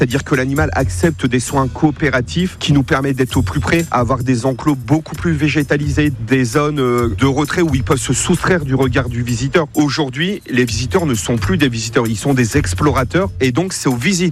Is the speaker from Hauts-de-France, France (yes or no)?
yes; Maubeuge, Hauts-de-France, France; born there; Je suis né à Maubeuge, j'ai toujours voulu travailler avec les animaux, la faune sauvage.